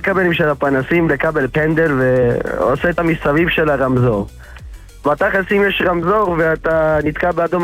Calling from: Kfar Saba, Central District, Israel; אני מכפר סבא.

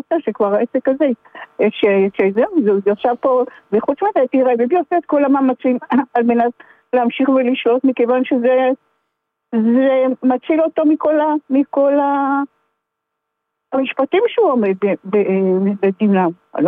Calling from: Petah Tikva, Central District, Israel; אני... מפתח תקווה.

